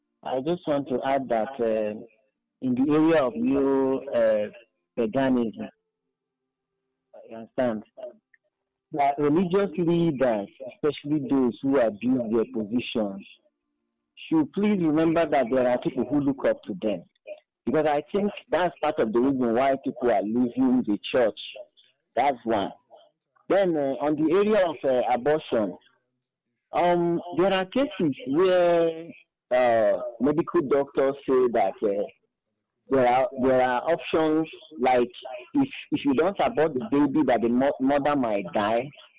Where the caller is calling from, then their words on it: Nigeria; I'm calling from Abaka.